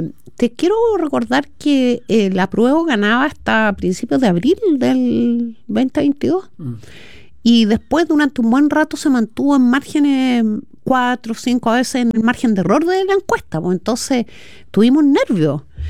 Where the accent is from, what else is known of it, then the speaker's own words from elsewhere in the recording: Chile; Lo que pasó el 4 de septiembre del 2022 es una de las cosas más lindas que yo viví como chilena, Felipe.